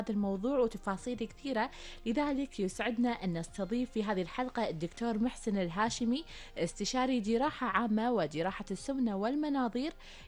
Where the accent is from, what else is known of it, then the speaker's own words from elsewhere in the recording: Kuwait; عندنا في الكويت